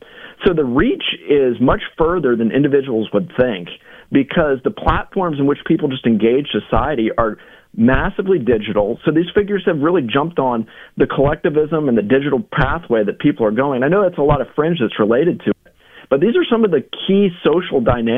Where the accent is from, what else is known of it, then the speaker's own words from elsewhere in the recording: United States; I'm an American.